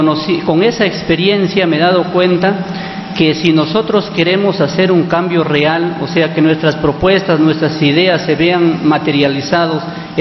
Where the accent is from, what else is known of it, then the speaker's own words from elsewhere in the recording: Peru; yo soy de Alto Perú, ¿no? Estudié el colegio en Alto Perú, en el colegio Julio César Tello de Alto Perú. Con mi familia.